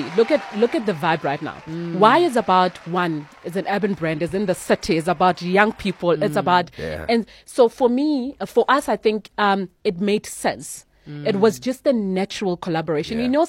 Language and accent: English; Pretoria, Gauteng, South Africa; I'm from Pretoria.